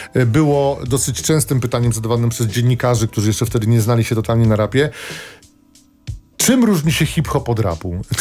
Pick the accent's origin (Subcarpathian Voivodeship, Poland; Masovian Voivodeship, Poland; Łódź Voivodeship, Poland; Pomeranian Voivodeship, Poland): Masovian Voivodeship, Poland; Warsaw; Dla mnie Mokotów w sercu